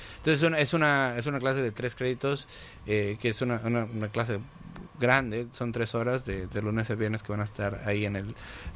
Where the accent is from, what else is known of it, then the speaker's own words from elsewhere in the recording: Mexico; now in Pittsburgh, United States; para mí como mexicano